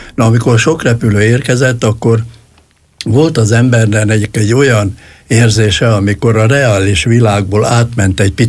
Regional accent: Zala, Hungary; born or raised there

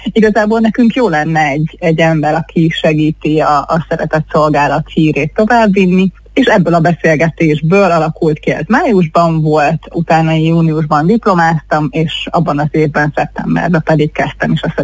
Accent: Szentes, Csongrád-Csanád, Hungary; hanem otthon Szentesen

